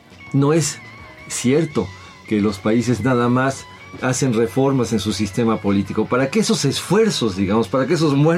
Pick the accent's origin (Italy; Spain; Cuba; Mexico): Mexico